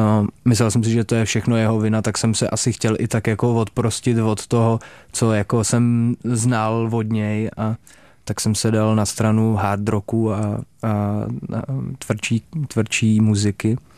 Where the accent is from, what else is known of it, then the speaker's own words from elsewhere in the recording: Čelákovice, Central Bohemian Region, Czechia; Hele, já jsem původem z Čelákovic, takže...